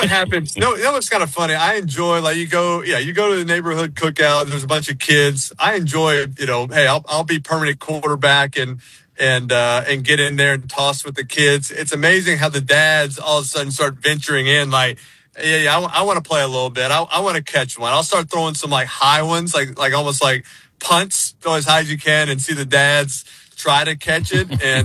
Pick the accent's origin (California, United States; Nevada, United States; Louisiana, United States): Louisiana, United States; New Orleans; I mean, I grew up in New Orleans. I knew what a parade was. I've kind of seen Mardi Gras and I thought that was crazy.